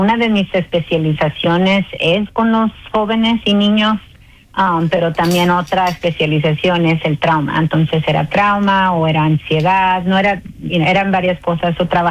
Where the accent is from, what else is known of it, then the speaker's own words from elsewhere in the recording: Los Angeles, California, United States; also born or lived in Monterrey, Mexico / Tyler, Texas; es donde pues nací, pero no lo conocí mucho porque pues inmigramos a Los Ángeles. Yo crecí en la ciudad del este de Los Ángeles, es donde crecí, entonces, pero soy mexicana, es lo que soy, y sí visitamos varias veces pues a mi familia ahí en México, pero sí de Monterrey y también en Los Ángeles, porque aquí es donde crecí